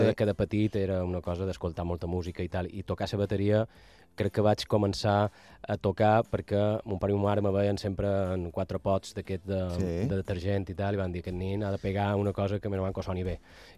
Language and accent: Catalan; La Ràpita, Catalonia, Spain; Ah, sí, a la Ràpita. Som molt de la Ràpita.